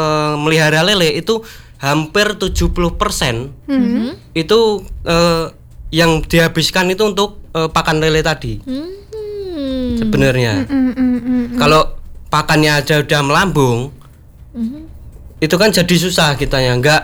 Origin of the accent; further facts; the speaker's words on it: Ngawi, East Java, Indonesia; aku dari Kendal Ngawi.